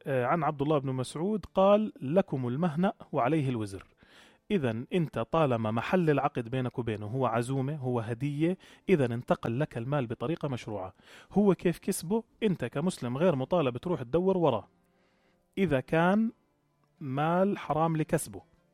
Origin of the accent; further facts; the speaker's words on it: Jordan; احنا عندنا في الاردن